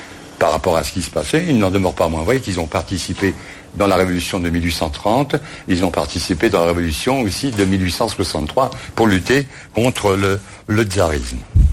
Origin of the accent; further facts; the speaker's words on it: Poland; dans cette épreuve que nous subissons, nous aussi, en tant que Polonais